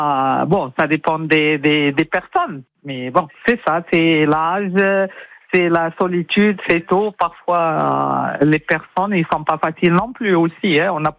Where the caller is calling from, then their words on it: Saint-Gaudens, Occitanie, France; Je suis de Saint-Gaudens.